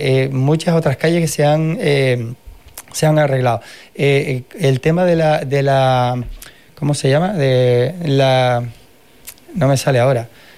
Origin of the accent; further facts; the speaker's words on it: Canary Islands, Spain; Yo soy de los Alares.